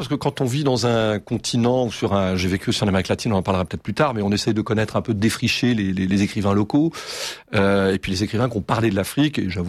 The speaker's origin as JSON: {"language": "French", "town": "Nantes", "region": "Pays de la Loire", "country": "France", "tie": "born there", "also_born_or_lived": "Vannes", "said": "quand on est breton comme moi, hein, je suis originaire de Nantes, mais je suis né à Vannes. J'adore d'ailleurs la Bretagne, je suis très attaché à mes racines"}